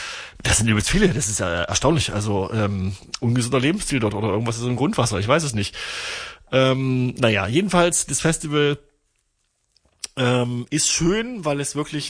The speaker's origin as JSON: {"language": "German", "town": "Torgau", "region": "Saxony", "country": "Germany", "tie": "born or raised there", "moved": "yes", "said": "ich komme aus Torgau, das ist meine Heimatstadt. Meine Mutter wohnt nicht weit weg vom Festivalgelände."}